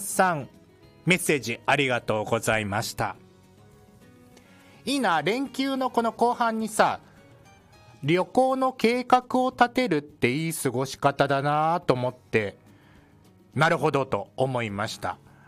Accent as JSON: {"language": "Japanese", "town": "Biei", "region": "Hokkaido", "country": "Japan", "tie": "born or raised there", "moved": "yes", "said": "地元北海道は美瑛町に去年はね泊まりがけで行って結構楽しかったので、"}